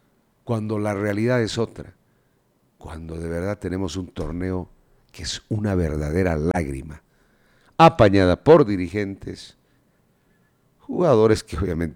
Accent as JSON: {"language": "Spanish", "country": "Bolivia"}